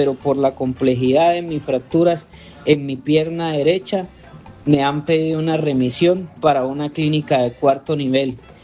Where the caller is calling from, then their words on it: Cúcuta, Norte de Santander, Colombia; Soy un emprendedor de la Ciudad de Cúcuta. Trabajo en el centro de Cúcuta alrededor de hace más de 20 años. Trabajo en el centro de Cúcuta